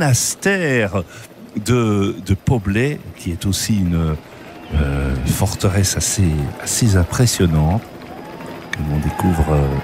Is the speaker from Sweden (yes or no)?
no; Belgium; dixième chez nous en Belgique